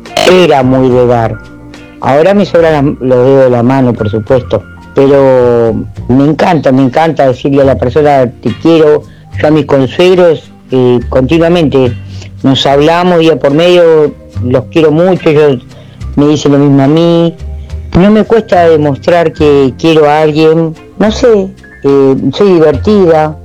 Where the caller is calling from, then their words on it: Wilde, Buenos Aires Province, Argentina; de Wilde.